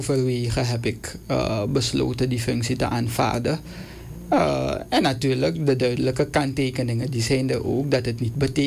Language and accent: Dutch; Suriname; Ik ben een Surinamer.